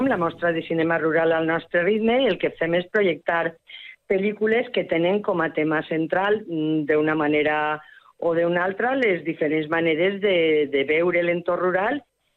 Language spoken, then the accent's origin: Catalan; Valencian Community, Spain; born there; moved away as an adult; now in Els Ports, Spain; Jo soc nascuda a l'Horta, allà al Boralla. Després fa més de 20 anys que estic a la comarca dels Ports